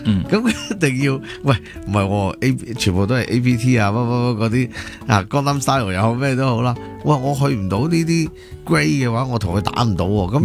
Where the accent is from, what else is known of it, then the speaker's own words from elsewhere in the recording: Hong Kong; 我香港人嘅好多人都系贪快嘅。